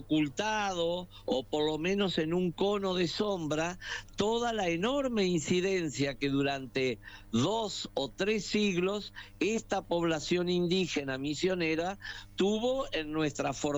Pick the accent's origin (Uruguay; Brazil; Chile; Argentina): Uruguay; pero en mi país quedó la sangre, haciendo referencia a la alta incidencia de herencia de sangre indígena misionera que todavía existe entre nosotros.